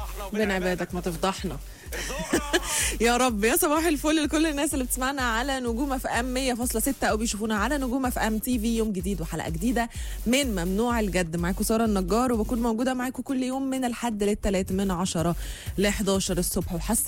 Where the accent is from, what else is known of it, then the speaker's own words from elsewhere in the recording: Egypt; احنا كلنا مصريين بقى، ايه الكلام يلا بينا بقى، احنا بنحب بعض جدا وفي وطنيه